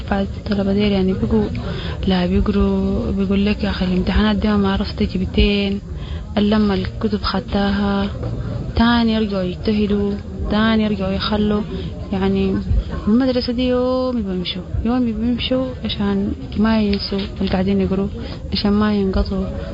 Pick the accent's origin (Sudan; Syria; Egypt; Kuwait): Sudan; Omdurman, Khartoum; يعني احنا جينا من الخرطوم من درمان، جات من بعيد شديد